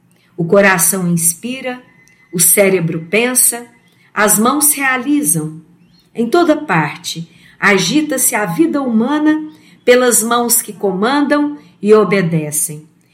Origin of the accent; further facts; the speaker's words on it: Uberlândia, Minas Gerais, Brazil; sou da cidade de Uberlândia